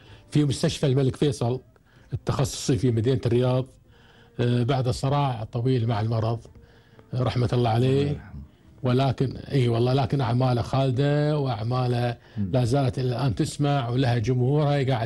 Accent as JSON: {"language": "Arabic", "country": "Kuwait", "said": "الفنانة التشكيلية عندنا بالكويت الأستاذة مي السعد"}